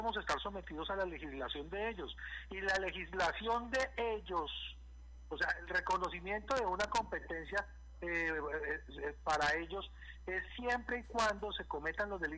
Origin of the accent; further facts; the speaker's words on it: Colombia; así como ellos son colombianos, nosotros somos colombianos.